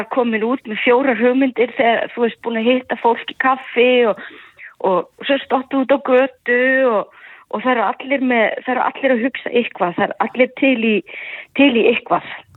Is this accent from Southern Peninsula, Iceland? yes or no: no; Patreksfjörður, Westfjords, Iceland; also born or lived in Denmark; En ég er fætt uppalinn á Patisfirði en ég var 15 því flutti söður í skóla og svo bjó ég 14 ári í Danmörku.